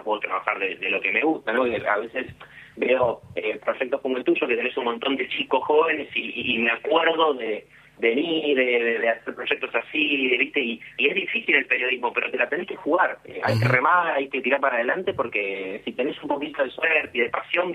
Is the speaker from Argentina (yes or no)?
yes; Argentina; lo seguía a Colombia durante todo el Mundial y como argentino, ¿viste? Pero más quiero a Argentina